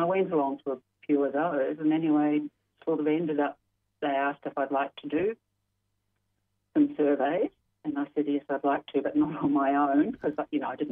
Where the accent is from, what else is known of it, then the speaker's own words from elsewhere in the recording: New Zealand; now in Australia; My father was quite interested in birds, and I'm from New Zealand originally. And we did have tuis in our backyard